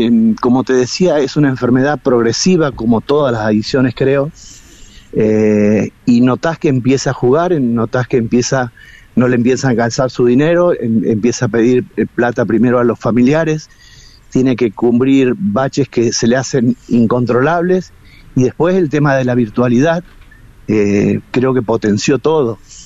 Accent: Rosario, Santa Fe, Argentina; somos de Rosario

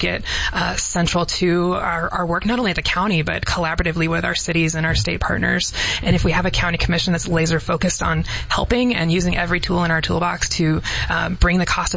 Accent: Illinois, United States; I grew up in the Chicago suburbs, like I like to say, where Costco meets the cornfields.

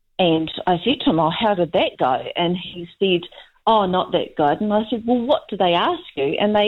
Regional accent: New Zealand; born there; now in Mosgiel, New Zealand; I was born in New Zealand

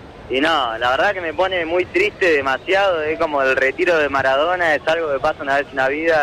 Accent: Merlo, Buenos Aires Province, Argentina; No, soy de Merlo.

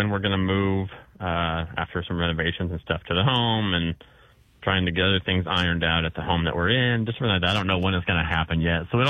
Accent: Villa Grove, Illinois, United States; also born or lived in Urbana; Like I said, I grew up in Urbana until I was 7 years old, and then my mom, my sister, and I all moved here to Villa Grove.

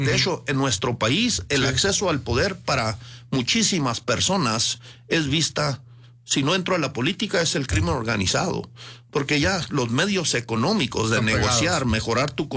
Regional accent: Chihuahua, Mexico; born there

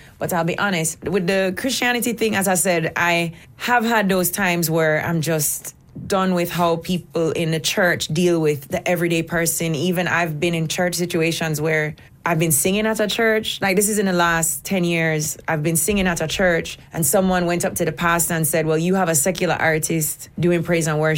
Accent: Jamaica; I'm a Jamaican girl. I'm a reggae artist.

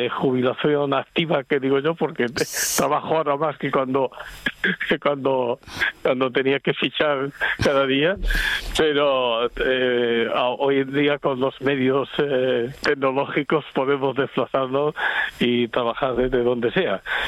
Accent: Region of Murcia, Spain; now in Barcelona, Spain; yo entiendo que aquí está también mi tierra, sí, como Murcia, y me siento murciano. Catalán y sin ningún complejo, por supuesto, también muy español.

